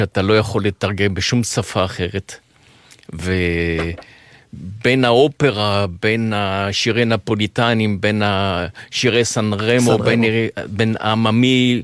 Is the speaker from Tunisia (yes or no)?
yes; Tunisia; now in Israel; כמו אצלנו בתוניס